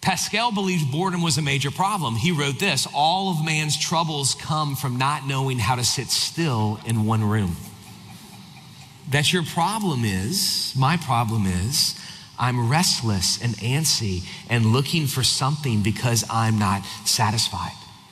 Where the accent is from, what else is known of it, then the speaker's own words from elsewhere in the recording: New Orleans, Louisiana, United States; I grew up in South Louisiana, New Orleans area.